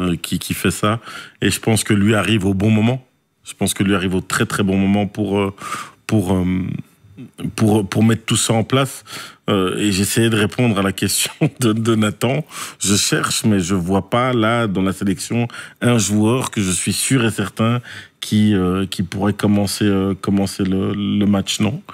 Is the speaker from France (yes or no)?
no; Belgium; chez nous en Belgique